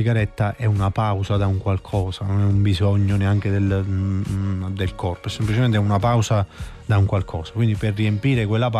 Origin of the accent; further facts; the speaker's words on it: Benevento, Campania, Italy; now in Naples, Italy; Io sono beneventano.